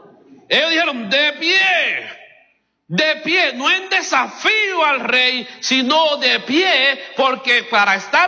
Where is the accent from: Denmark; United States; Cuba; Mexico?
Cuba; accent: Cuban